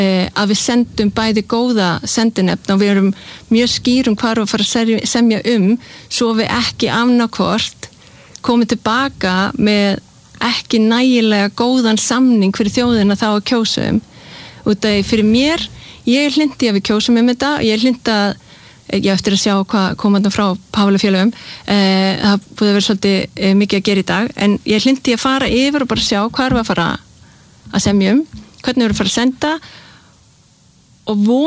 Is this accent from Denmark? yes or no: yes; Denmark; Ég meina ég ólst upp í Evrópusambandinu. Ég veit nákvæmlega hvaða kostir og hvaða gallar. Ég meina ég ólst upp í Danmörku.